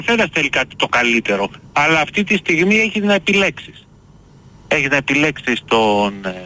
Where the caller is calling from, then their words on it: Glyfada, Attica, Greece; από Γλυφάδα.